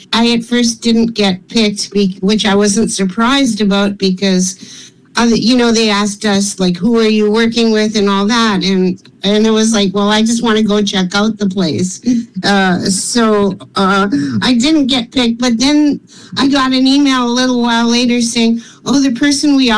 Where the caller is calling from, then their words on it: Victoria, British Columbia, Canada; I'm phoning from Victoria, BC, Canada.